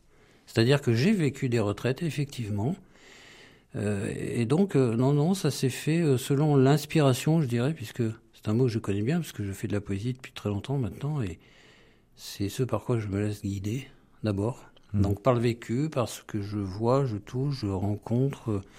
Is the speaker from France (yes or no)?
yes; Grenoble, Auvergne-Rhône-Alpes, France; moi je suis de Grenoble